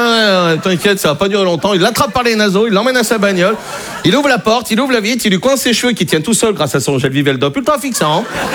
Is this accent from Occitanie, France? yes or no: no; Brittany, France